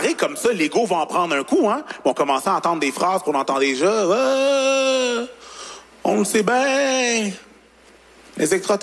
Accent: Longueuil, Quebec, Canada; accent: Longueuil; « Longueuil. Je viens de Longueuil. » C'est un accent de Longueuil, là. Mon pays d'origine.

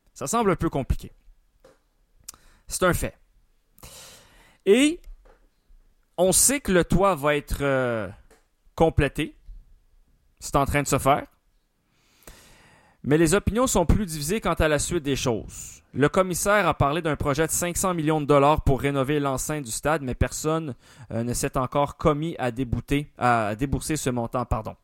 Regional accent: Montreal, Quebec, Canada; chez nous à Montréal

